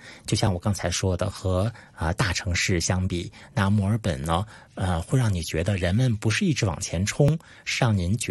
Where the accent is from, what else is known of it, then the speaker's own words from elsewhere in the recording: Shanxi, China; moved away; 我们山西主要是以这个面食为主